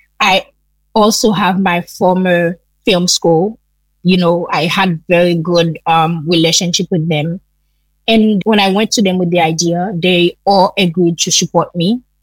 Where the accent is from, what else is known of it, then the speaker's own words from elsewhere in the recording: Jacmel, Sud-Est, Haiti; moved away as an adult; also born or lived in London; now in Puerto Rico; the road leading to Jacmel, my hometown